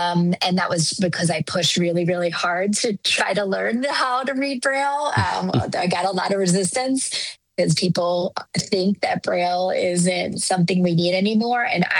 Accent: Philadelphia, Pennsylvania, United States; also born or lived in Washington, D.C. / New York; I'm originally from Philly. And I grew up there in the surrounding suburbs and went to high school in Central Bucks, so outside of Philly.

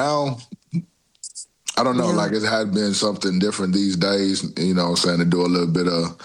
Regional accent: Houston, Texas, United States; You know what? I really like growing up in Houston.

